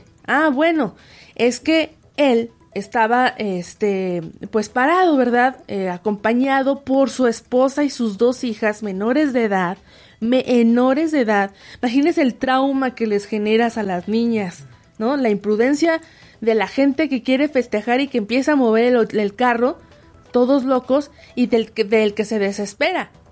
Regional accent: Mexico; somos mexicanos

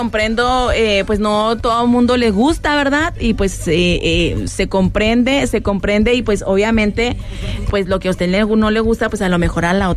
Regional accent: Mexico; yo me puse muy mexicana. Nada más porque, pues, somos mexicanos.

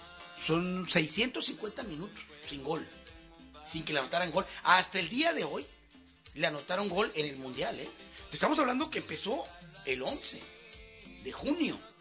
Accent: Mexico

